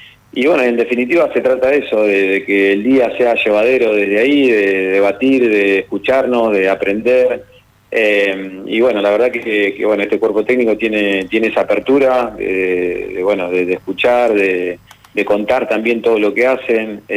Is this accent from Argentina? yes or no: yes; Balcarce, Buenos Aires Province, Argentina; moved away; also born or lived in Mar del Plata; Sí, yo soy un producto del fútbol de Mar del Plata. Vengo de Balcarce